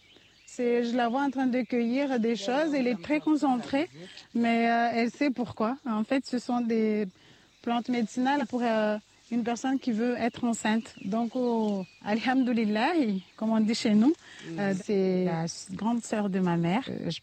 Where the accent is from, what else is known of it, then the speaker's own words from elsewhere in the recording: Mayotte; On a grandi à Malavouni avec mes parents.